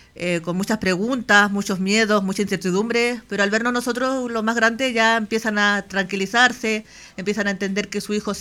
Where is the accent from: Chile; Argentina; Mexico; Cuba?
Chile; Osorno, Los Lagos; Este año lo quisimos trasladar a Valdivia, bueno, yo soy de Osorno, y hay una persona adulta, hombre, que es de Valdivia, y somos las únicas personas del sur que somos conocidos con el síndrome.